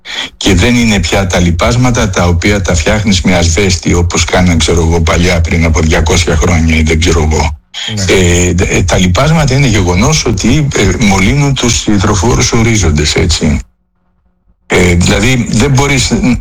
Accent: Athens, Attica, Greece; Εγώ πιτσιρικά θυμάμαι, μεγάλωσα στην Αθήνα, υπήρχαν περίοδοι που καίγαν τα πόμολα, έτσι, τον Ιούλιο και τον Αύγουστο.

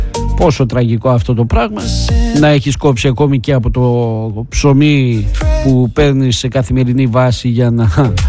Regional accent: Greece

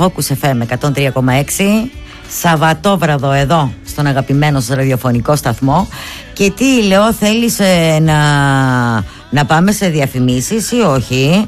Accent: Thessaloniki, Central Macedonia, Greece; Είμαστε από τη Θεσσαλονίκη.

